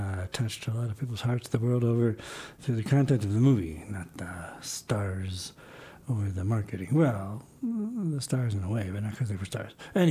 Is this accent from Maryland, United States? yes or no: yes; Baltimore, Maryland, United States; moved away; we grew up in Baltimore.